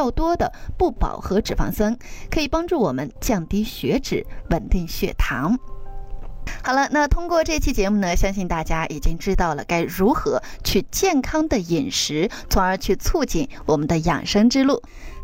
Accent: Shaanxi, China; 其实对于我们陕西人来说啊，有一句比较幽默的话说得很好啊，说我们陕西人这一辈子都在本本分分的吃面食。

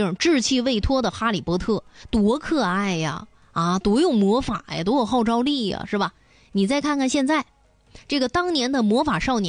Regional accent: China; 咱是中国人

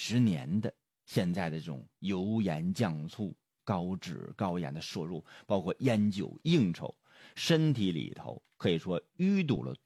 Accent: China; 我们中国人

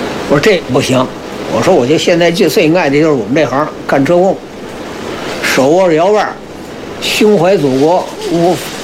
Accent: Beijing, China; 我们吃我们的家乡味儿的，就是北京小吃。

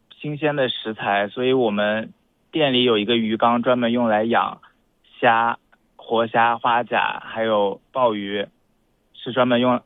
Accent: Zhejiang, China; 我是浙江人

